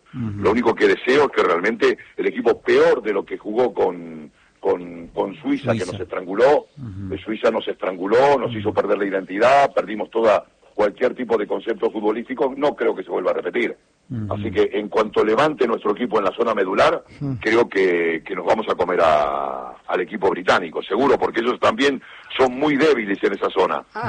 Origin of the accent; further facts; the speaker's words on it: Argentina; now in Spain; mis hijos nacieron aquí, todo. pero evidentemente Argentina sobre todo. Yo soy argentino y muero por Argentina.